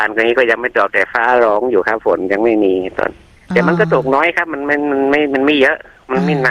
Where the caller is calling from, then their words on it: Mae Mo, Lampang, Thailand; ลำปางครับแม่เหมาะครับผม